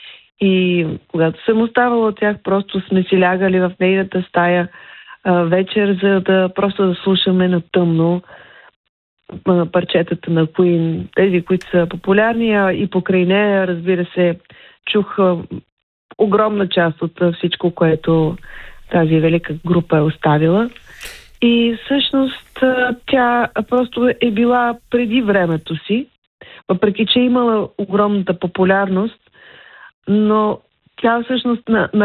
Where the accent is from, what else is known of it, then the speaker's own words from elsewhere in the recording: Pleven, Pleven Province, Bulgaria; ще пея в родния си град. И това, да, защото съм родена всъщност в Плевен